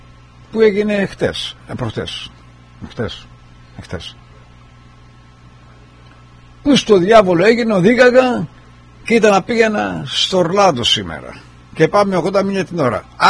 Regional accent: Kefalonia, Ionian Islands, Greece; now in United States; Από μωρό έχω βαφτιστεί Ορθόδοξος και ήμουνα και μεγάλωσα σε μοναστήρια στην Ελλάδα, στην Κεφαλονιά.

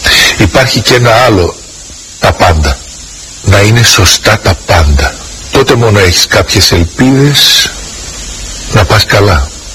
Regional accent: Xanthi, Eastern Macedonia and Thrace, Greece; also born or lived in Thessaloniki; Μόλις γεννήθηκα όμως χωρίσαν οι γονείς μου. Ήμουνα σχεδόν ενός έτους. Έτσι λοιπόν η μαμά με πήρε και με πήγε στην Ξάνθη. Από εκεί είναι οι πρώτες εικόνες, οι πρώτες μυρωδιές, τα πρώτα παιχνίδια, οι πρώτοι φίλοι, το πρώτο σχολείο

